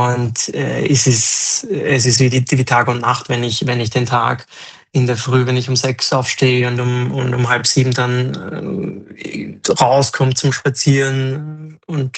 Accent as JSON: {"language": "German", "country": "Austria", "said": "Wir sind beide Österreicher"}